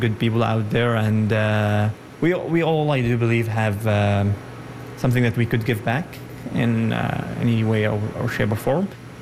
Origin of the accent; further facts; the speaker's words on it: Saudi Arabia; moved away as an adult; also born or lived in Yemen; now in Ottawa, Canada; I grew up in Saudi Arabia. I was born in Saudi Arabia, but I'm from Yemen. I'm originally from Yemen. And I came here in 2022. I landed in Cornwall and I moved to Ottawa in May 2023.